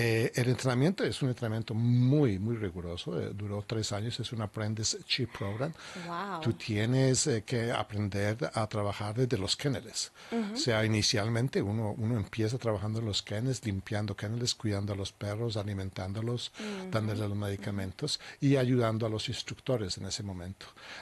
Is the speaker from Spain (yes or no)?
no; Colombia; moved away as an adult; now in United States; Originalmente soy de Colombia. Llegué a Estados Unidos hace ya 26 años